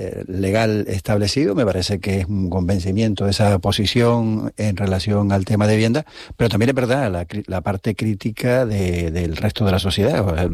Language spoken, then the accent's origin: Spanish; Canary Islands, Spain; la nuestra en Canarias